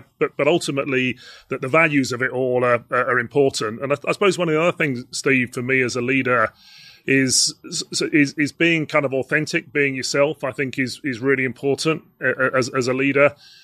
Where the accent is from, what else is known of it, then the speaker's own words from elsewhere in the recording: Essex, East of England, United Kingdom; So I was born and brought up in Essex.